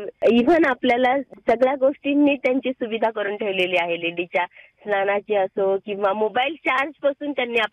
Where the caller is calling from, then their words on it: Parbhani, Maharashtra, India; परभणीची आहे